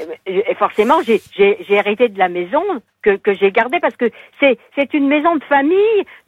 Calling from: Normandy, France; je suis normande

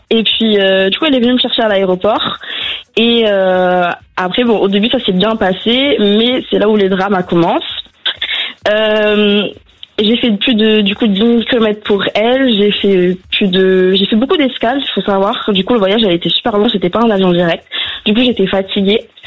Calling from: Bordeaux, Nouvelle-Aquitaine, France; Alors, j'ai 20 ans et je viens de Bordeaux.

